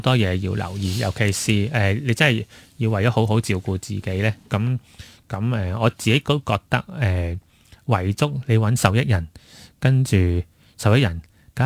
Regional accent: Hong Kong; 我哋香港人

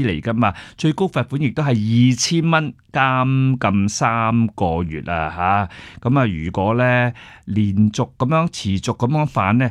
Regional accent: Hong Kong; 无论我香港人我就不用提了

